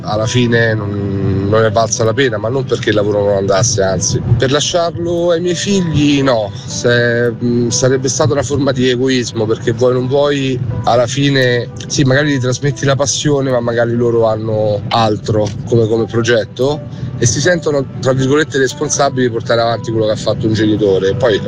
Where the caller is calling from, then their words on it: Padua, Veneto, Italy; da Padova.